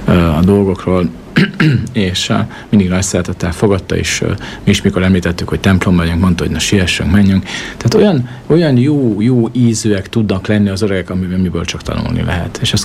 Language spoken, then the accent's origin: Hungarian; Bihor, Romania; Váradi hegyen, ahol én felnőttem